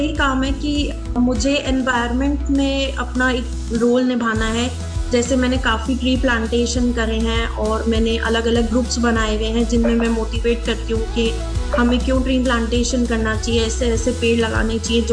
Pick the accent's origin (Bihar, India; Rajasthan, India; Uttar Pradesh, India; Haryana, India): Rajasthan, India; Jaipur; मैं जयपुर से बिलोंग करती हूँ